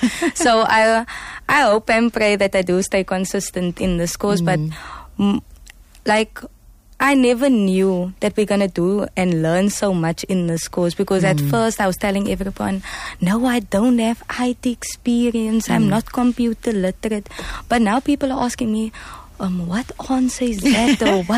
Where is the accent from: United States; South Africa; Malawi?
South Africa; Cape Town, Western Cape; I'm 24 years old. I'm from Leonsdale, Elsis River.